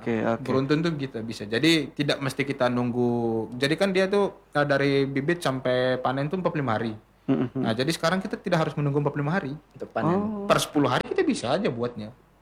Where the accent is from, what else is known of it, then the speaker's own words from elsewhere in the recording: Java, Indonesia; jadi kita dari Jawa lah datang ke sini, yang notabene-nya di sini tuh belum ada MBG dulu.